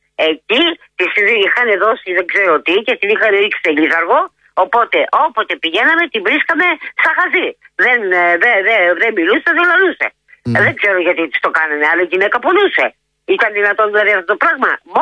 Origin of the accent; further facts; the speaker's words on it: Chalcis, Central Greece, Greece; Γιατί είμαι από τη Χαλκίδα και δεν τη γυρίζω πίσω.